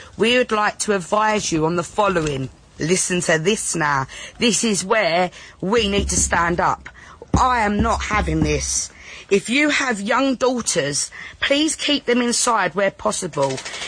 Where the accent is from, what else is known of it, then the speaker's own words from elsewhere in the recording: England, United Kingdom; I am not a racist at all. I am a flag raiser, and I am Christian, and I am English.